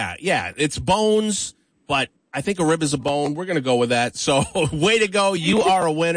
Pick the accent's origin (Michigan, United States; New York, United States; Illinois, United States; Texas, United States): Michigan, United States; Battle Creek; Serial City, my hometown.